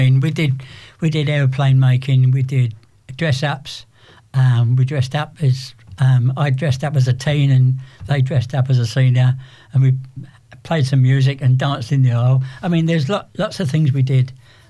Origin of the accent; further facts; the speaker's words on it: England, United Kingdom; I'm English, as you know